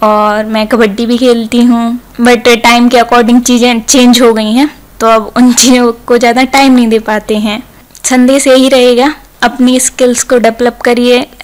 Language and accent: Hindi; Banda, Madhya Pradesh, India; now in Sagar, India; मैं बंडा से आती हूँ। मैं सागर में अभी जॉब कर रही हूँ